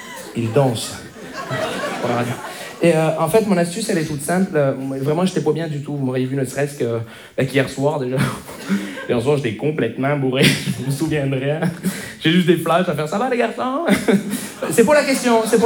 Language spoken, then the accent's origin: French; Montreal, Quebec, Canada; je viens de Montréal.